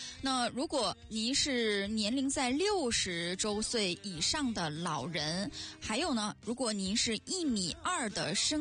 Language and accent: Chinese; Yanbian, Jilin, China; 宣传一下我们的延边啊，宣传一下我们的家乡。